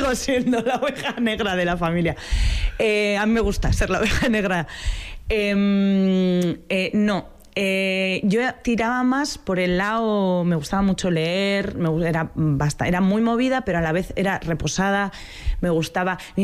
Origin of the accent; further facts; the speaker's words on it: Sopelana, Basque Country, Spain; born there; los recuerdos que más me vienen son recuerdos de tranquilidad, de un sitio pues alejado del centro de Sopelana